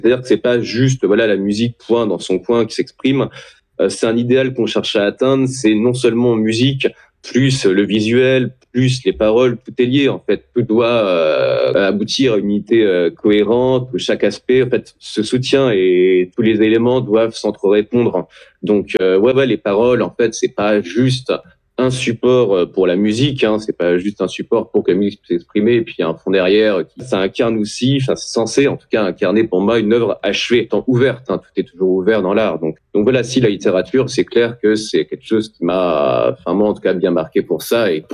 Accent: Tours, Centre-Val de Loire, France; j'aime bien Tours et je viens de Tours

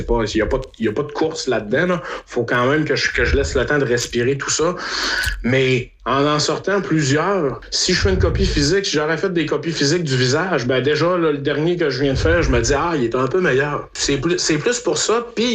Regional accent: Quebec, Canada; first language French; ça ne doit pas être tout le monde qui va voir que je viens du Québec

